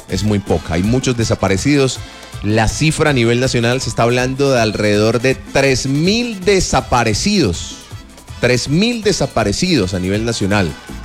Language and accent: Spanish; Colombia; Como colombiano hemos aprovechado y hemos sabido manejar las redes sociales para la búsqueda de personas, para comunicarnos con las personas.